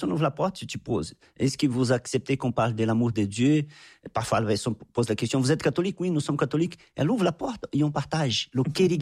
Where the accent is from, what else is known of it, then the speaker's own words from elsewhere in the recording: Anápolis, Goiás, Brazil; French is a second language; also born or lived in São Paulo; j'ai retourné chez moi à Goiás, à Napolis, j'ai commencé à prier.